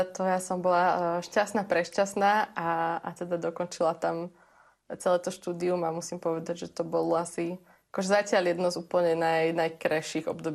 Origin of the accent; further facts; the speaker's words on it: Partizánske, Trenčín Region, Slovakia; moved away as an adult; z Partizanského, že mám 18